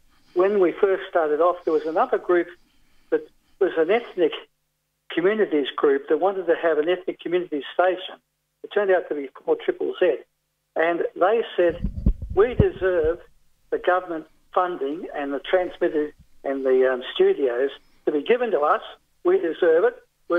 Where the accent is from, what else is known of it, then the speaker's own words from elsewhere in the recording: Melbourne, Victoria, Australia; moved away as an adult; now in New South Wales, Australia; I was born in Northcote, 21 Tanner Grove, Northcote. I've lived half my life in Melbourne and half up here in New South Wales.